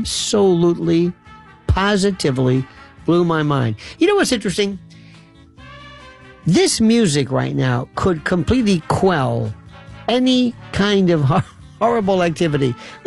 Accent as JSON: {"language": "English", "region": "Florida", "country": "United States", "said": "Not Florida. I'm from Florida."}